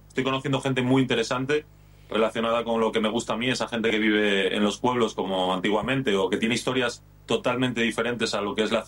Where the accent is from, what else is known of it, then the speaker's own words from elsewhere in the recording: Candás, Asturias, Spain; Yo soy de Asturias, de un pueblecito que se llama Candás, en la costa. En la costa del norte de España.